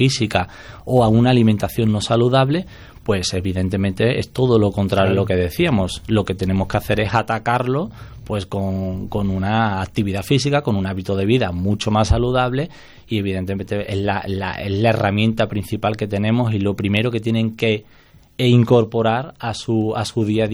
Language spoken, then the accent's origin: Spanish; Osuna, Andalusia, Spain; also born or lived in Granada; es un hombre de aquí de 41 años, de aquí de Osuna